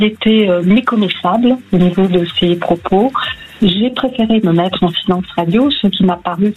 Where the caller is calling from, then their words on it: Marseille, Provence-Alpes-Côte d'Azur, France; Alors, je vous appelle de Marseille.